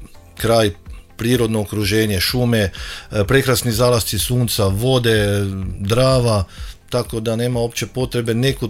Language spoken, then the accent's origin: Croatian; Gabajeva Greda, Koprivnica-Križevci County, Croatia; born or raised there